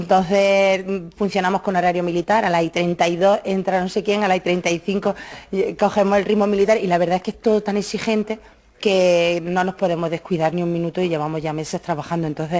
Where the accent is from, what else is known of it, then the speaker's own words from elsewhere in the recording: Bailén, Andalusia, Spain; born there; que es tradición aquí en Bailén. Entonces, desde que yo tengo uso de razón, ya me llevaban mis padres a ver Peneque